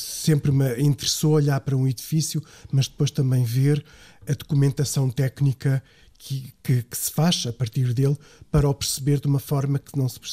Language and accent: Portuguese; Lisbon, Portugal; Sim, nasci e cresci em Lisboa, sim.